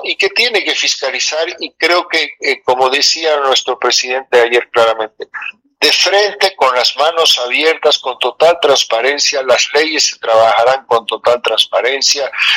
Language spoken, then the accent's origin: Spanish; Bolivia; tenemos un potencial inimaginable como Bolivia, como país, como bolivianos